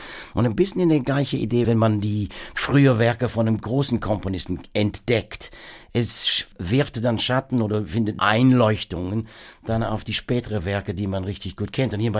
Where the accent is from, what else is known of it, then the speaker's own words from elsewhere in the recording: Worcester, West Midlands, United Kingdom; German is a second language; Keine Ahnung, ich bin natürlich in Worcester aufgewachsen. Dass jemand, der Elgar war irgendwie, da ist der Geburtsort von ihm.